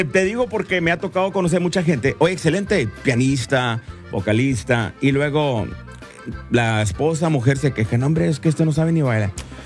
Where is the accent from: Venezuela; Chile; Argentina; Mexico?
Mexico; Gustavo Díaz Ordaz, Tamaulipas; Mi pueblo natal, compadre, yo nací en Díaz Ordaz.